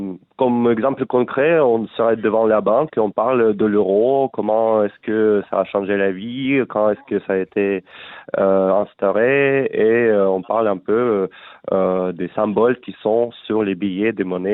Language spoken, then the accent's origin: French; Russia; Je peux faire en russe si vous voulez. Je suis russe, donc.